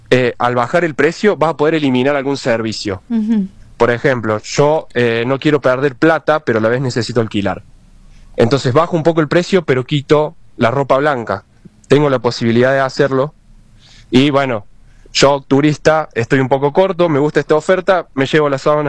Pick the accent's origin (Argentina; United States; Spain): Argentina; Santa Rosa de Calamuchita, Córdoba; Por ejemplo, nosotros somos de Santa Rosa, tenemos cabañas acá